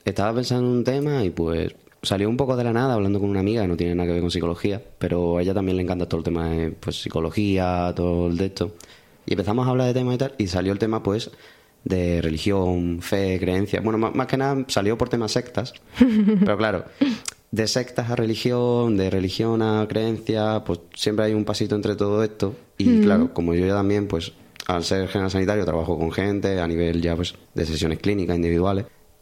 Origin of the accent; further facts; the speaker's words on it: Seville, Andalusia, Spain; also born or lived in Granada; Soy de Sevilla realmente. Ya luego pues me vine a Granada. Granada me enamoró. Y ya pues de ahí pues me quise quedar aquí.